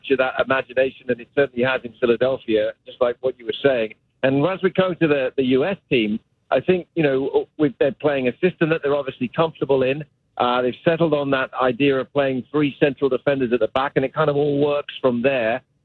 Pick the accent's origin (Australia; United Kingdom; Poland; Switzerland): United Kingdom; England; moved away as an adult; now in United States